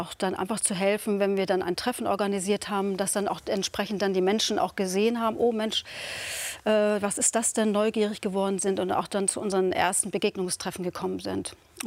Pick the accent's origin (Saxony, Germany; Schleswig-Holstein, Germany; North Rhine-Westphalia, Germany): Schleswig-Holstein, Germany; Hasloh; now in Lübeck, Germany; Also ursprünglich komme ich persönlich nicht aus Lübeck. Ich bin dann nach Lübeck gezogen aus Haslow.